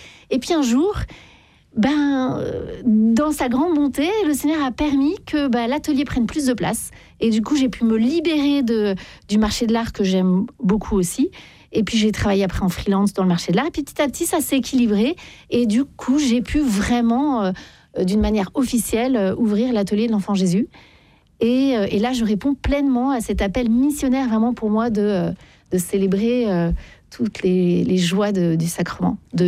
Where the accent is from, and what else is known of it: Paris, Île-de-France, France